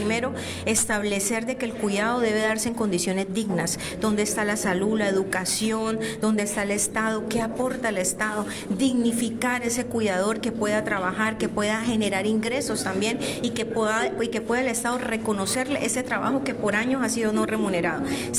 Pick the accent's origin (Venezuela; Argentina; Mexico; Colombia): Colombia; Cúcuta, Norte de Santander; hoy estamos en mi tierrita en Cúcuta